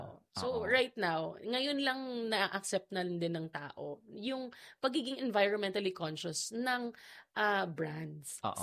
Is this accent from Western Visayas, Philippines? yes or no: yes; Iloilo, Western Visayas, Philippines; So I wanted a small bag that, because I'm from Iloilo.